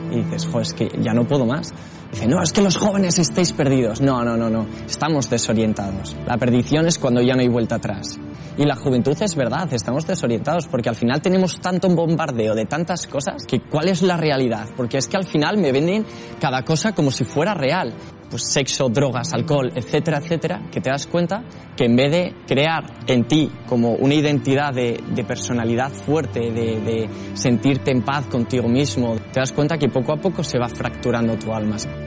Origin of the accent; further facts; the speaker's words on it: Madrid, Community of Madrid, Spain; soy de Madrid, me dedico pues a evangelizar a los jóvenes.